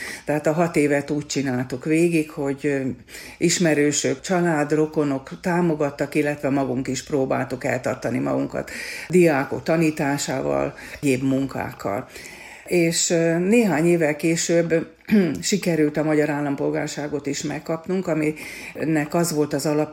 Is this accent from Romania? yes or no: no; Upper Hungary, Slovakia